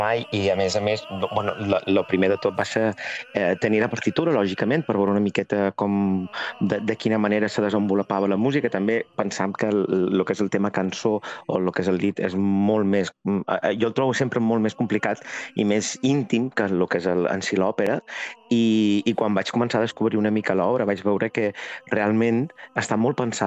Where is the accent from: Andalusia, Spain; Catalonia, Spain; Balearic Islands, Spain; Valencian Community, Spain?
Balearic Islands, Spain; Sí, sí, som mallorquí.